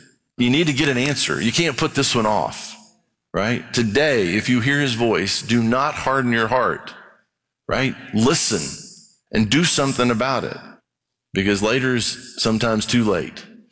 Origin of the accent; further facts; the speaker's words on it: Brazil; I grew up in Brazil, mission fie